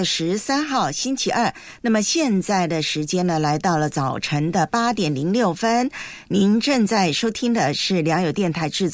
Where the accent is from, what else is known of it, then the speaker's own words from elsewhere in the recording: Taiwan; 到了我的老家 台湾。